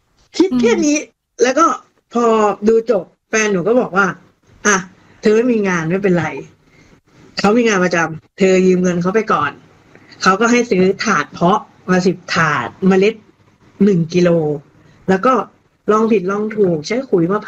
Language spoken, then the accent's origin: Thai; Chiang Mai, Thailand; ดั้งเดิมอ่ะครอบครัวนันอยู่เชียงใหม่หนูเป็นคนเชียงใหม่